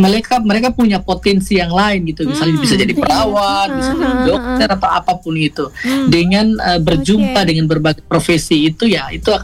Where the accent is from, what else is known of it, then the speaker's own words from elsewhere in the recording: East Nusa Tenggara, Indonesia; Saya dari Pulau Sumba, tepatnya di Sumba Barat Daya yang senjanya sangat indah.